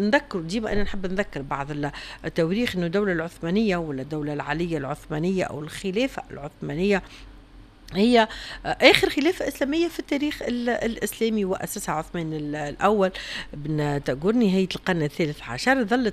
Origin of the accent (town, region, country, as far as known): Tunisia